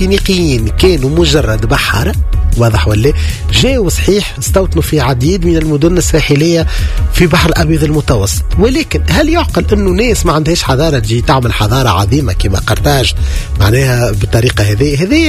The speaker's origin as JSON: {"language": "Arabic", "country": "Tunisia"}